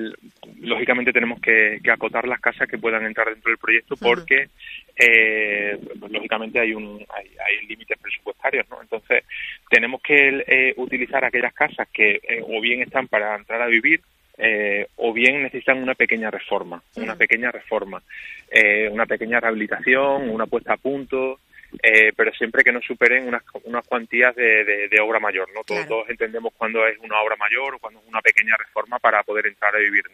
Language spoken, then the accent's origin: Spanish; Ribera del Fresno, Extremadura, Spain; Ahora el proyecto está centrado en la comarca Tierra de Barros Sierra Grande, pues porque nosotros somos de Ribera del Fresno y porque creemos firmemente en nuestro territorio